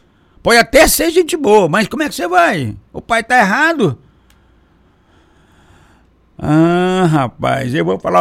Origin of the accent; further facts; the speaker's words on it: Aragarças, Goiás, Brazil; Você me pega eu que sou lá de Aragarça, lá radialista.